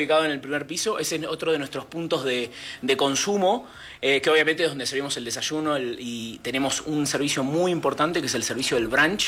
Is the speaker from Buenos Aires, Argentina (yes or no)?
yes; Buenos Aires, Argentina; Soy argentino de Buenos Aires, tengo 33 años.